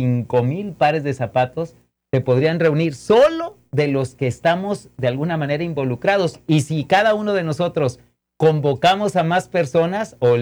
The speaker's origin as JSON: {"language": "Spanish", "country": "Mexico", "tie": "born or raised there", "moved": "yes", "lives_now": "United States", "said": "los que crecimos en México"}